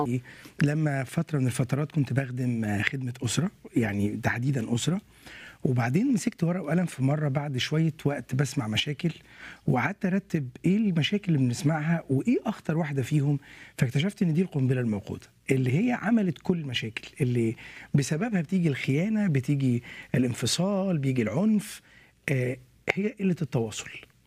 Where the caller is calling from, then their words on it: Egypt; واحنا بنتابع البرنامج من مصر كتير قوي يعني